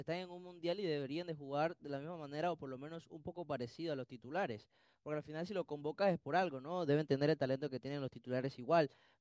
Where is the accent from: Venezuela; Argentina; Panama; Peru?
Panama; Somos panameños